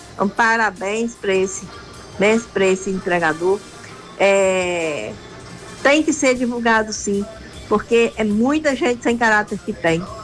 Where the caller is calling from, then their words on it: Muriaé, Minas Gerais, Brazil; aqui do Divisório.